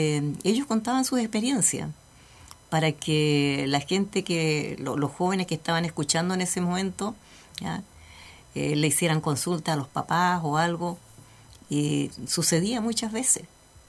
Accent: Chonchi, Los Lagos, Chile; now in Ancud, Chile; Soy de Chonchi.

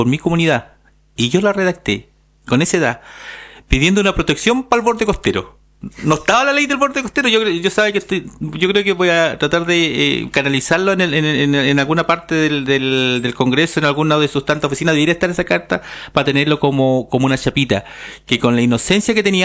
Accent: Chiloé, Los Lagos, Chile; la isla en Chiloé, creo yo que sobrepasamos el 80% que tenemos algún tipo de sangre originaria.

